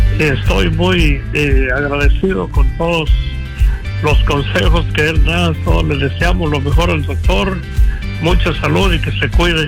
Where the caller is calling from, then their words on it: Ferris, Texas, United States; aquí de Ferris, Texas